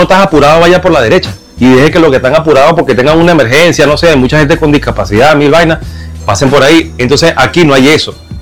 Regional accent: Venezuela; Somos venezolanos. Vamos a partir por ahí de que somos venezolanos. Bueno, vamos a echarle bola porque somos venezolanos.

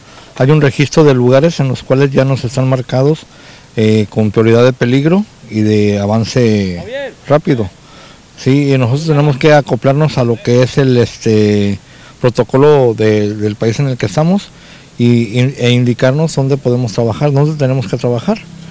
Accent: Mexico; soy del país de México

